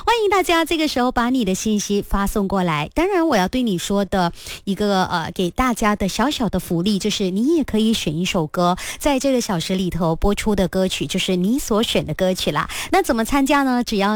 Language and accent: Chinese; Sarawak, Malaysia; 因为我家乡是沙拉越嘛，所以那里有很多的一些土著的服装是我很想尝试的。